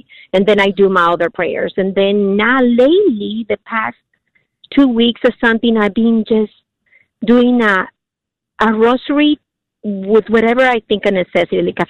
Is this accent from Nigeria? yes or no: no; Mexico; moved away as an adult; now in San Antonio, United States; I'm from Mexico